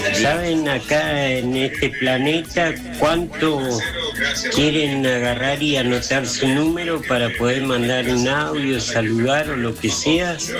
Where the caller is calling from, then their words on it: Macachín, La Pampa, Argentina; vivo en Macachina, Pampa